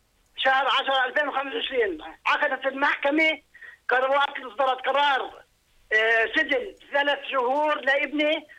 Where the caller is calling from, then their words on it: Aqaba, Aqaba Governorate, Jordan; من الأردن في العقبة.